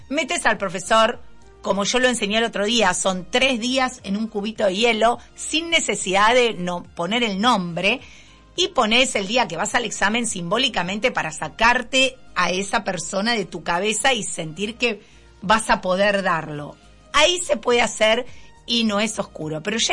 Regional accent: Buenos Aires, Argentina; yo también soy reporteña

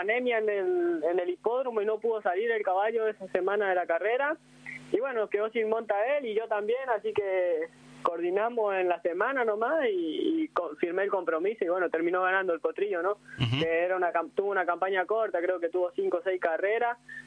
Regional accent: Tunuyán, Mendoza, Argentina; also born or lived in San Juan; yo de Tunuyán, a 100 kilómetros de la provincia de Mendoza, capital. Y nada, sí, pero yo sinceramente por parte de mi papá anduve por todos lados, estuve en San Juan

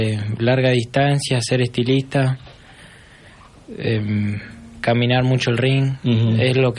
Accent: Puerto San Julián, Santa Cruz, Argentina; de Puerto San Julián también, boxeador.

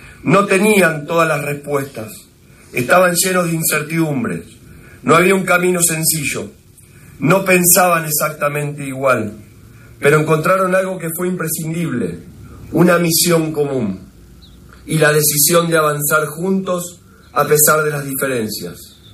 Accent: Argentina

